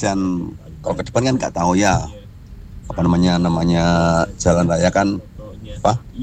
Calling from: Central Java, Indonesia; Dari Panji Ngadirgo Mas. Mijen. Tapi enggak mijen sih, hanya sini saja. Apa sebelah baratnya pesantren, orang pesantren. Pokoknya di Panji, Duku Panji, Kelurahan Ngadirgo.

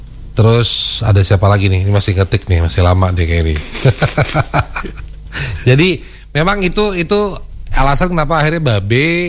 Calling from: Netherlands; Saya dari Belanda nih, Be.

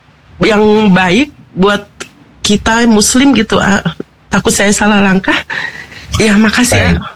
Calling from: Jakarta, Indonesia; Ini izin bertanya, Kak, dari Jakarta.

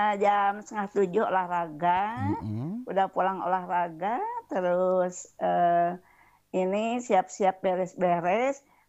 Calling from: Bandung, West Java, Indonesia; jadi di Bandung ini sekarang sudah tidak dingin lagi sekarang.

